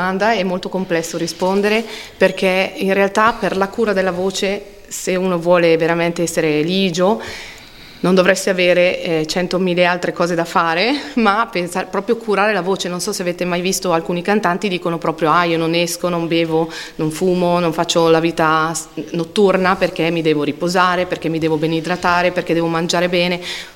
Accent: Cremona, Lombardy, Italy; siamo di Cremona.

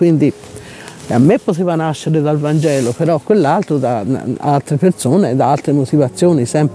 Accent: Tuscany, Italy; un po' siamo toscani, un po' siamo anche un po' scanzonati, ci piace anche un po' avercela con qualcuno

